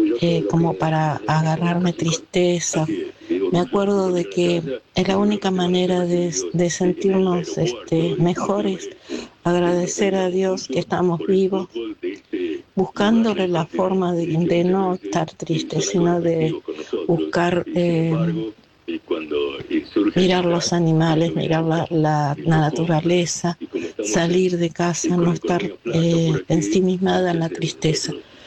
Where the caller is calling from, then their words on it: Moreno, Buenos Aires Province, Argentina; de Moreno.